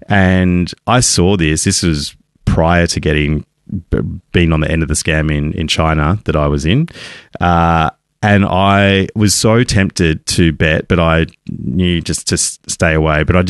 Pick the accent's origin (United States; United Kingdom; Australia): Australia